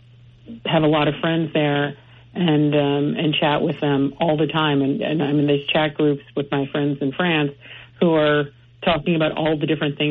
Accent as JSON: {"language": "English", "region": "California", "country": "United States", "tie": "born or raised there", "said": "I grew up in California."}